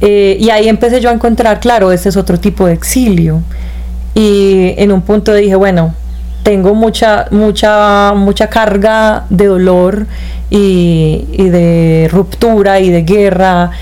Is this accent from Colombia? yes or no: yes; Colombia